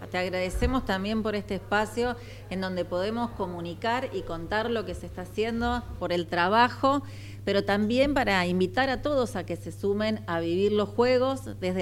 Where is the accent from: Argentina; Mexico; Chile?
Argentina; Santa Fe; Para los que somos acá de Santa Fe